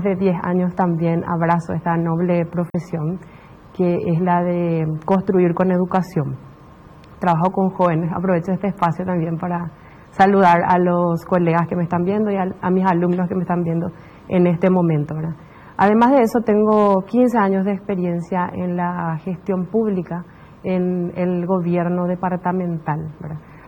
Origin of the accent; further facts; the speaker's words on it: Boquerón, Paraguay; paraguaya, chaqueña. Crecí recorriendo los caminos de Boquerón junto con mi familia